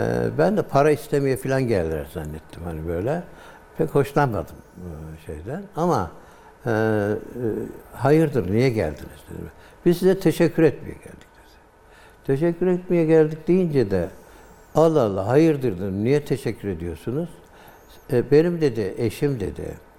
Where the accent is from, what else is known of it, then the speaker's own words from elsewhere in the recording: Denizli, Turkey; Ben Denizliyim dedim.